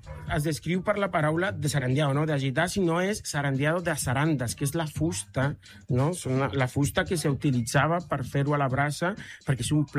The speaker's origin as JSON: {"language": "Catalan", "region": "Sinaloa", "country": "Mexico", "tie": "born or raised there", "second_language": "Catalan", "moved": "as an adult", "lives_now": "Catalonia, Spain", "said": "és molt del meu poble, d'aquesta regió de Mèxic, que és el nord-oest de Mèxic."}